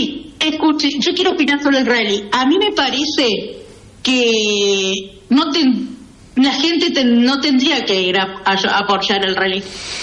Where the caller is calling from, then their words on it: Reconquista, Santa Fe, Argentina; Yo vivo en Barro Ligado.